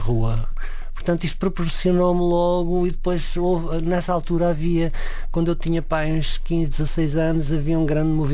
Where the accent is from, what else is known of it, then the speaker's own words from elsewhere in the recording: Tomar, Santarém, Portugal; now in Lisbon, Portugal; Cresci em Tomar. Cresci, sim.